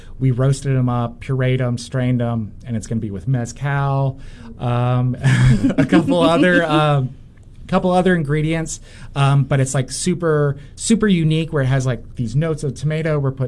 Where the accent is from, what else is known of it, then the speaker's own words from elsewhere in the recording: Mobile, Alabama, United States; Growing up in Mobile, there's tons of seafood